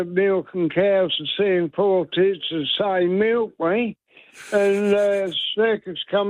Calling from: Adelaide, South Australia, Australia; Adelaide, Semaphore Park, South Australia.

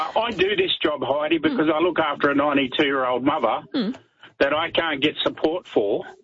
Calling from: Australia; I'm Aussie.

